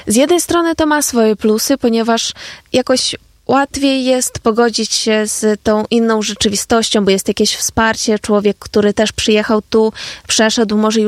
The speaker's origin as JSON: {"language": "Polish", "country": "Ukraine", "second_language": "Polish", "moved": "as an adult", "lives_now": "Poland"}